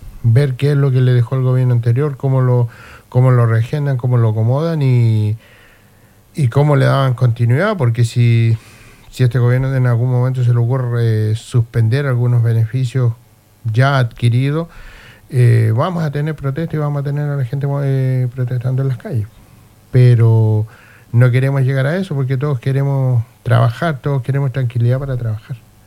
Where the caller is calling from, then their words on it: Chile; nosotros hemos trabajado toda la vida en Chile, somos chilenos